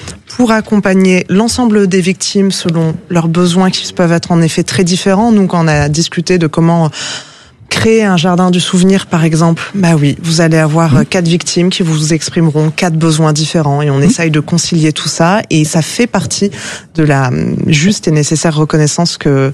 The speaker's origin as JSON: {"language": "French", "town": "Paris", "region": "Île-de-France", "country": "France", "said": "je vous dis ça en tant que parisienne."}